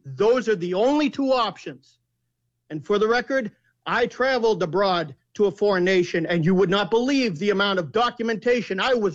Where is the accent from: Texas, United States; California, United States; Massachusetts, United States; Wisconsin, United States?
Massachusetts, United States; Cape Cod; I'm born and raised on Cape Cod.